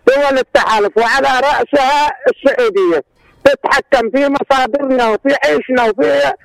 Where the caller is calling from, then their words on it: Aden, Yemen; أهلا وسهلا بكل من يريد يزور عدن ولا يزورنا